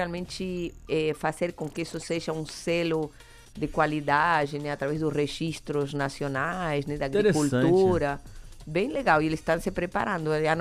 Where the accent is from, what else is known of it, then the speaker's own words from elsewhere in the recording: Argentina; moved away; Eu sou argentina.